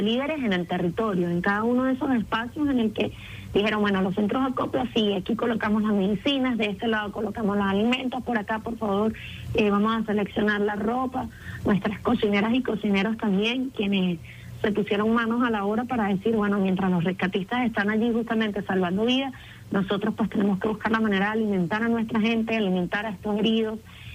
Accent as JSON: {"language": "Spanish", "country": "Venezuela", "said": "Como venezolanos y venezolanas"}